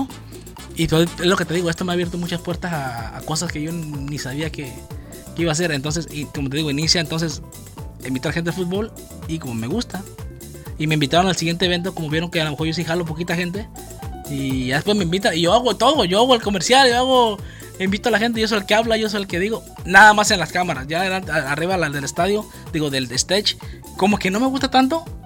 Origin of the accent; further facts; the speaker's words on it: Nayarit, Mexico; moved away; also born or lived in Jalisco; Yo siempre he dicho que soy de Nayarit, orgullosamente de Nayarit.